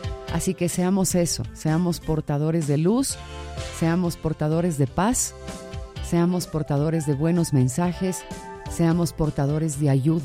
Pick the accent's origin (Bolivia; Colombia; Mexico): Bolivia; tengamos la oportunidad de sanar como hermanos bolivianos que somos.